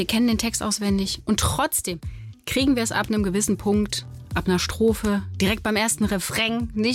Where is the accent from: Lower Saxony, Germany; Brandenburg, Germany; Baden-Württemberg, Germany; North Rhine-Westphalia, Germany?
North Rhine-Westphalia, Germany; Cologne; Ich bin Kölnerin